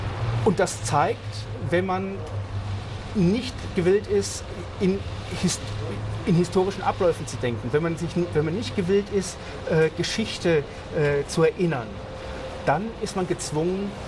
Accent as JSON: {"language": "German", "region": "West Germany", "country": "Germany", "tie": "born there", "said": "Also ich bin in Westdeutschland geboren."}